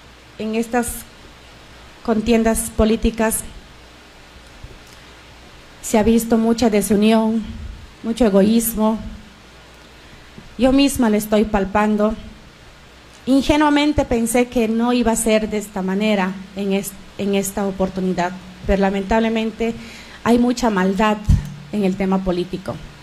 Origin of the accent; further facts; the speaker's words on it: Amazonas, Peru; mi gente de Mariscal Benavides